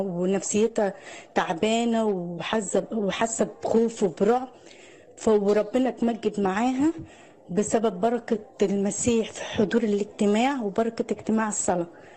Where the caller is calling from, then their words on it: Egypt; انا يا رب من مصر،